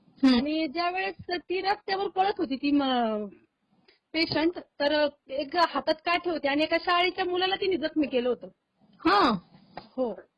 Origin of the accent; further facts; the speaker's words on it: Ahmednagar, Maharashtra, India; also born or lived in Pune; मी नगरचीच आहे, नगरमध्ये निंबळक येथे मी राहते